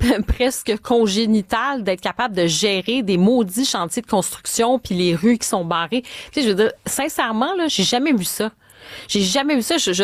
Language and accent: French; Montreal, Quebec, Canada; je suis une Montréalaise à la base, pur jus. Là, je suis née ici, j'ai grandi, j'ai passé ma vie à Montréal. J'étais vraiment celle qui avait Montréal tatoué sur le cœur